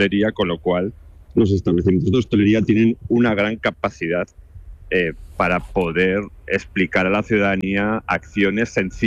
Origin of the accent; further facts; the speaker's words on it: Spain; por tal y como somos los españoles, es muy intensivo en emociones, ¿no?